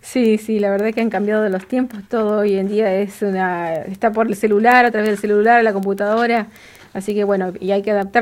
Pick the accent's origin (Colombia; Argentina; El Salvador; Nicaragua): Argentina; Santa Cruz; yo soy nacida acá, en la provincia de Santa Cruz.